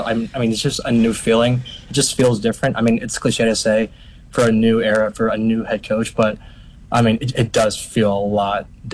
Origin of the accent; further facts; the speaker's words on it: Florida, United States; we're from South Florida.